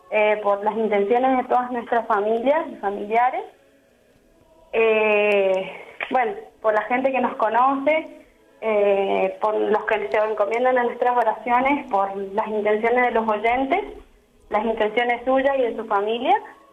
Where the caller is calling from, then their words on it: San Luis, Argentina; Hablo de Argentina.